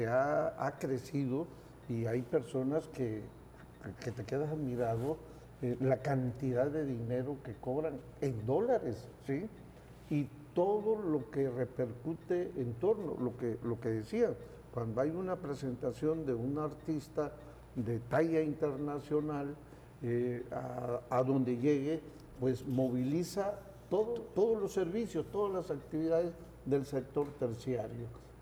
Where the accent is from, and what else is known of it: Mexico